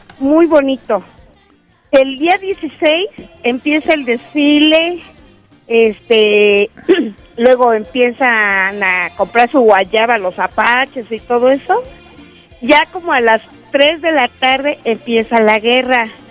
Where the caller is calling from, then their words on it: State of Mexico, Mexico; Yo soy de adelantito de Iztapan de la Sal.